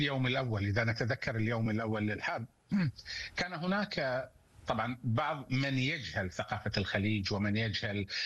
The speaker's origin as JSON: {"language": "Arabic", "country": "Bahrain", "said": "وتكلم الآن كبحريني، كبحريني للأمانة،"}